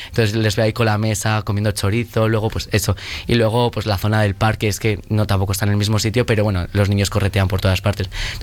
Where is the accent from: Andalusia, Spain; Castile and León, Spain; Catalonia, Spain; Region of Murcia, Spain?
Castile and León, Spain; en mi pueblo, por ejemplo, ha habido un grupito que se ha juntado este año para ir a las piscinas de Villadiego